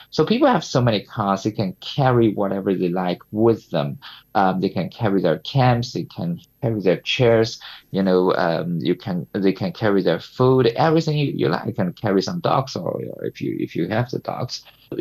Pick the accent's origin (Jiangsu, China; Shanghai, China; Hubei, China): Jiangsu, China; Nanjing; English is a second language; compared with my hometown, Nanjing, which is also a very large city in China.